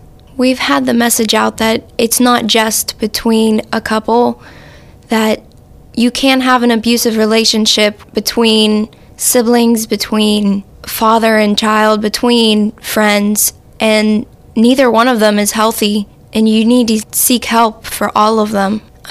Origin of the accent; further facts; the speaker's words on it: South Allegheny, Pennsylvania, United States; I'm in 11th grade, and I'm from South Allegheny.